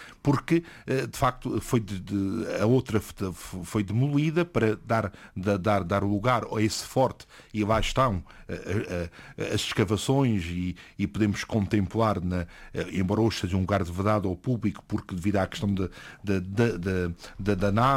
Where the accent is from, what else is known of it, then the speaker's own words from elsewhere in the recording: Horta, Azores, Portugal; moved away as an adult; also born or lived in Madalena, Pico Island; tenho a graça de ser pároco da minha terra natal, e que me habituei desde criança a contemplar a Senhora da Guia naquela baía de Porto Pim, onde eu nasci, onde cresci, naquele areal